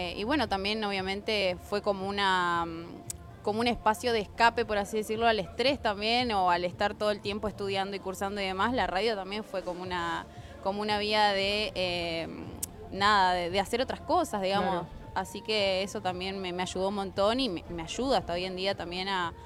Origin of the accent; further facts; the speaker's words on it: San Jaime de la Frontera, Entre Ríos, Argentina; Claro, vengo desde San Jaime de la Frontera, Entre Ríos, no soy de Corrientes, no tenemos nada en contra de Correntino